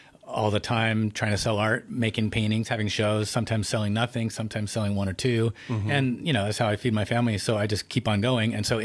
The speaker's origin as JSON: {"language": "English", "town": "Port Townsend", "region": "Washington", "country": "United States", "tie": "born or raised there", "said": "it's our, you know, hometown, my hometown, where I've lived for decades, and my kids and my whole family is here."}